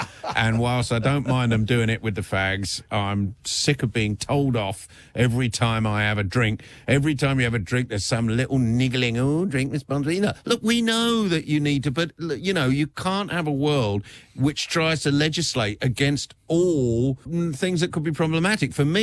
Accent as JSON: {"language": "English", "country": "Australia", "said": "I'm proud, as an Australian"}